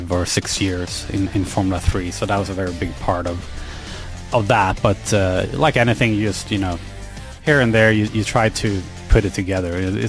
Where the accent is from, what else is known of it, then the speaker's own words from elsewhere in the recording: Sweden; where I grew up in Sweden